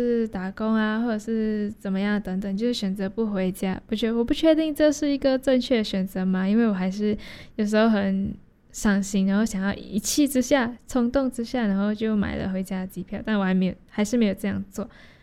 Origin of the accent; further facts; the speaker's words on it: Malaysia; 我说："对啊，我来自马来西亚。"